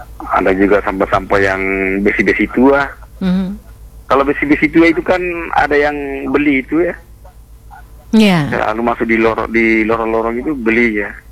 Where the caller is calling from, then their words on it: South Sulawesi, Indonesia; di sini di Kabupaten Pindrang ini